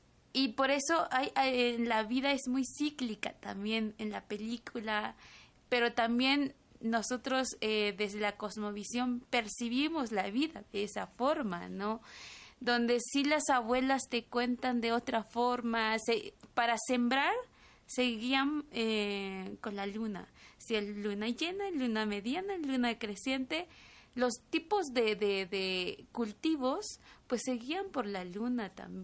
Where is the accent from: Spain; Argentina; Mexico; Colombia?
Mexico; Chiapas; first language Tzotzil; Spanish is a second language; mi lengua materna, mi primera lengua es tzotzil. Yo aprendí a hablar español hasta los 15 años.